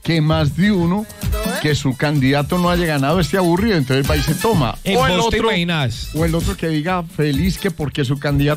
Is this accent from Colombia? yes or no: yes; Colombia; todos nosotros que somos colombianos